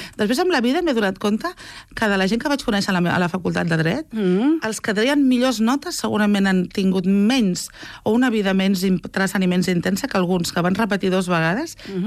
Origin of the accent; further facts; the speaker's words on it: Barcelona, Catalonia, Spain; jo vaig néixer al Poble Sec, tot i que al final és el mateix districte, i no visc allà.